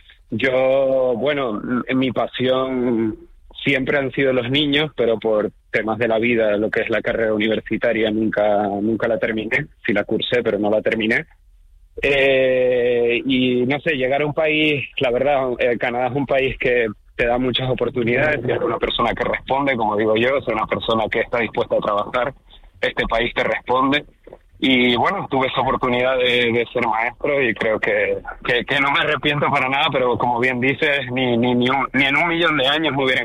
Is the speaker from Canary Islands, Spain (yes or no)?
yes; Tenerife, Canary Islands, Spain; moved away as an adult; yo soy una persona muy muy de mi tierra, muy de Tenerife, y pues no lo daba, porque yo era muy feliz en mi islita